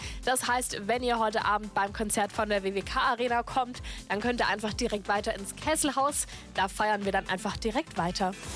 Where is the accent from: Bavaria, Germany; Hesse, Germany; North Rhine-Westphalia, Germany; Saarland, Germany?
Bavaria, Germany; Augsburg; Macht man als Augsburger viel zu selten